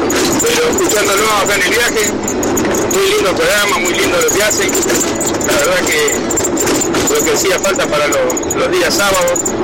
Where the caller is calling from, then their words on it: Río Colorado, Río Negro, Argentina; Nosotros somos de Río Colorado, estamos viajando de Río Colorado